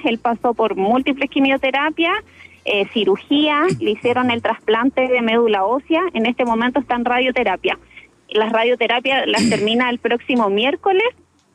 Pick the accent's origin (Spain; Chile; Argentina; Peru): Chile; La Serena, Coquimbo; moved away as an adult; now in Santiago, Chile; somos de La Serena, entonces esto significó trasladarnos a Santiago y arriendos y costos. Tenemos a nuestros dos hijos mayores en La Serena